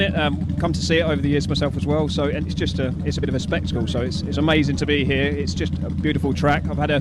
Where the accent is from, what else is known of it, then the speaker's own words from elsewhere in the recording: London, United Kingdom; So I'm from London, so it's been a bit of a trek to get here